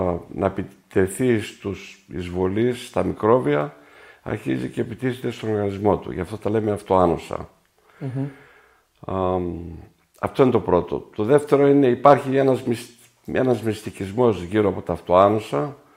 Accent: Metsovo, Epirus, Greece; moved away; also born or lived in Ioannina / United States / Crete; η καταγωγή μου από το Μέτσοβο, είμαι Βλάχος.

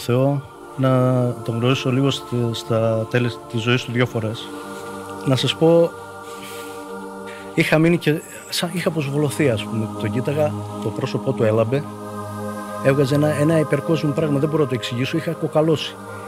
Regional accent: Greece

